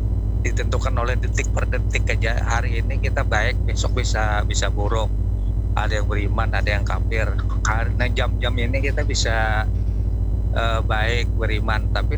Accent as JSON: {"language": "Indonesian", "region": "South Kalimantan", "country": "Indonesia", "said": "kita nih sebagai orang muslim nih lah ditakdirkan sebagai orang muslim di Benua Banjar nih."}